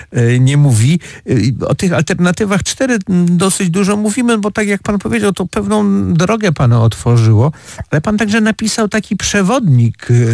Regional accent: Opole, Opole Voivodeship, Poland; jestem z Opola

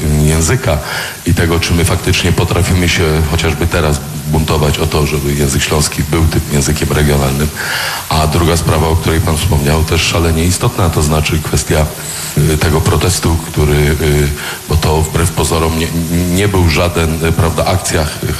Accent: Silesian Voivodeship, Poland; jako Ślązacy

